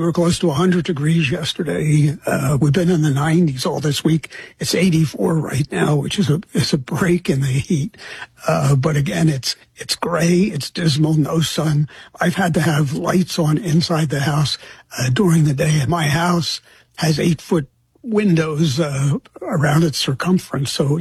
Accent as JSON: {"language": "English", "town": "Philadelphia", "region": "Pennsylvania", "country": "United States", "tie": "born or raised there", "moved": "yes", "lives_now": "Lancaster, United States", "said": "I grew up in Philadelphia, in a corner of Philadelphia called Somerton, which had been an independent farm town. It was suddenly incorporated by the cities in the 30s. So when I grew up there after World War II"}